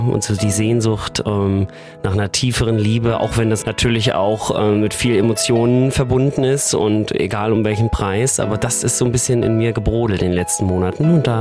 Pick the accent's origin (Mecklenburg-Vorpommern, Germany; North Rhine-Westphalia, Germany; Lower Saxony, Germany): Mecklenburg-Vorpommern, Germany; Wismar; Ich habe zum Beispiel vor 2 Jahren den ersten CSD mitorganisiert in meiner Heimatstadt, in Wismar. So eine Kleinstadt in MV.